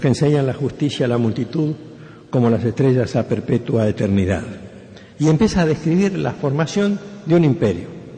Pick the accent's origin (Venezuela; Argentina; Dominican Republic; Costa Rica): Argentina; todos los que somos argentinos nativos